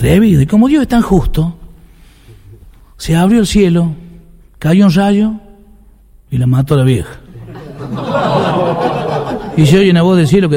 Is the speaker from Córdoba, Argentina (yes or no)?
yes; San Francisco, Córdoba, Argentina; Yo soy de San Francisco, ¿no? No California, acá.